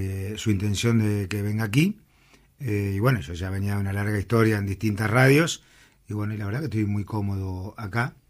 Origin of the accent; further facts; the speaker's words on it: San Antonio de Padua, Buenos Aires Province, Argentina; born there; also born or lived in Libertad, Buenos Aires; yo estudié en San Antonio, nací en Libertad, pero estudié en San Antonio de Padua.